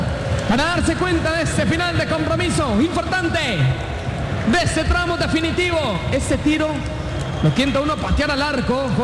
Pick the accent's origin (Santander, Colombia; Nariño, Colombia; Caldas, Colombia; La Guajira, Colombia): Caldas, Colombia; Manizales; Mi tierra es Manizales.